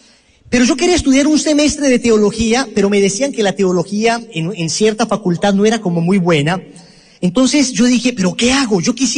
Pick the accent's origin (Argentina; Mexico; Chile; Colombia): Colombia; decimos en Colombia, en mi tierra, la repetición de la repetidera.